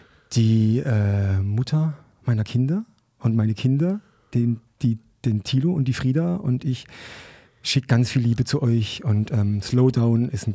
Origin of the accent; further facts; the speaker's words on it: Rhine-Neckar, Germany; Südbaden und so weiter und Mannem und Ludwigshafen und Heidelberg, und da, das ist die Ecke, wo ich auch herkomme.